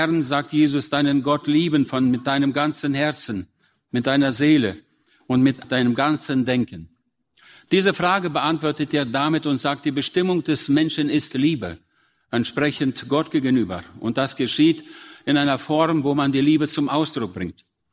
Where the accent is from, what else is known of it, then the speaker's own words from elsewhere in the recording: Germany; wie wir als Deutsche das haben.